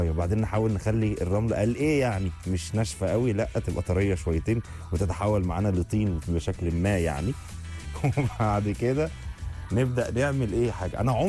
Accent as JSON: {"language": "Arabic", "town": "Alexandria", "region": "Alexandria Governorate", "country": "Egypt", "said": "انا من اسكندريه، فالبحر بالنسبه لي ليه ذكريات كتيره."}